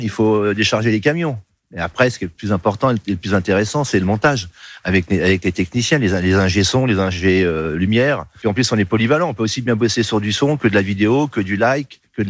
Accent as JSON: {"language": "French", "town": "Orléans", "region": "Centre-Val de Loire", "country": "France", "said": "puisque je suis d'Orléans. Mais sinon, ça peut se faire aussi au Stade de France. Je fréquente pas mal le milieu orléanais de la musique"}